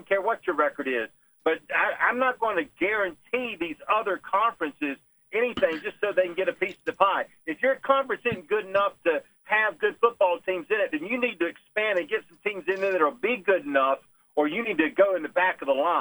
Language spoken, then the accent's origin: English; the South, United States; As a Southerner